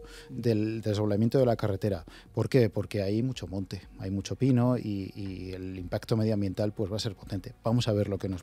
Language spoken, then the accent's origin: Spanish; Pelayos de la Presa, Community of Madrid, Spain; sabéis que yo soy de Pelayos de la Presa